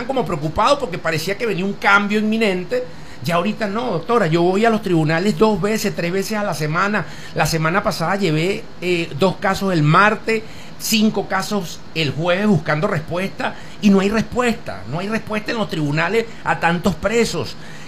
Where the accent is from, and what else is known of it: Venezuela